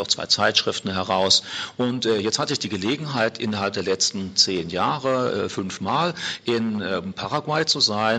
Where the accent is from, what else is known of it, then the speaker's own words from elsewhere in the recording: Germany; ich komme aus Deutschland.